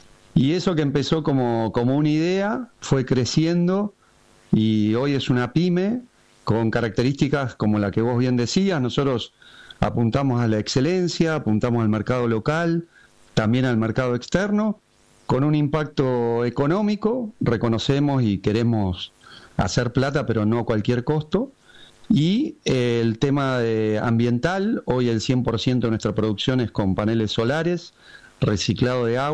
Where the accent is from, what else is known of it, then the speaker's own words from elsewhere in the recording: Argentina; esto es Argentina y somos argentinos, así que también agradecido desde ese lugar.